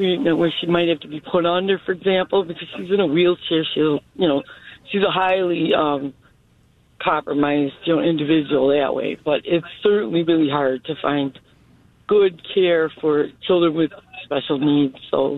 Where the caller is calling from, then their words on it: Bowler, Wisconsin, United States; I live in the rural part of Wisconsin Central